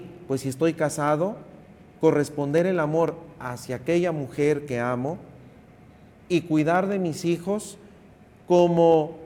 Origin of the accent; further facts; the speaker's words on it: Mexico; estamos acostumbrados como buenos mexicanos a que todos nos los den